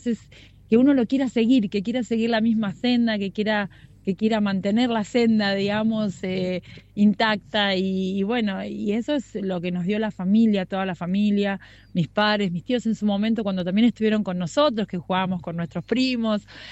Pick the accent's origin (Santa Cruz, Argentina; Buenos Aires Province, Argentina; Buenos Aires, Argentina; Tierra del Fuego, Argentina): Tierra del Fuego, Argentina; mi infancia acá en Tierra Mayor, si bien nosotros vivíamos en la ciudad